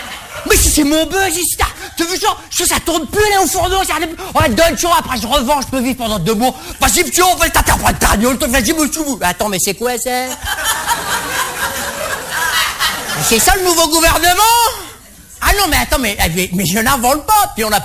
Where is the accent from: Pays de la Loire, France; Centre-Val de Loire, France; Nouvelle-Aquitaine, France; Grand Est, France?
Grand Est, France; Et finit chez nous en Alsace.